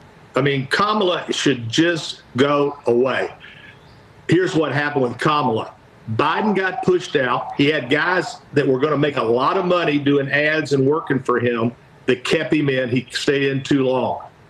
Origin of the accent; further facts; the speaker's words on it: Kentucky, United States; I'm from Kentucky